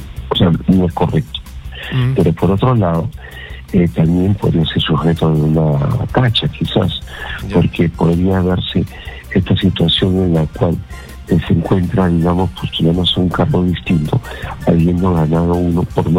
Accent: Peru; el pueblo somos todos los peruanos.

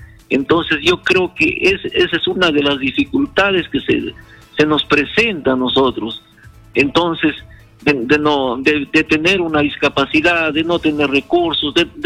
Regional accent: Peru; todos somos peruanos, todos somos ciudadanos en igualdad.

